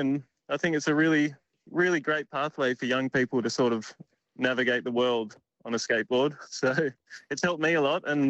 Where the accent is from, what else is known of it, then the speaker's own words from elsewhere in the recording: Sisters Beach, Tasmania, Australia; I grew up in Sisters Beach in Northwest Tasmania, and a couple of years ago we built the only of its kind.